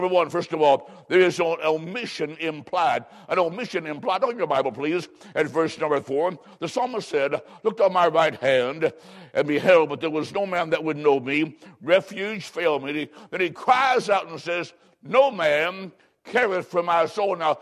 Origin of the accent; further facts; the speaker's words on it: Macomb, Illinois, United States; I was growing up in Macomb, Illinois. I was in grade school.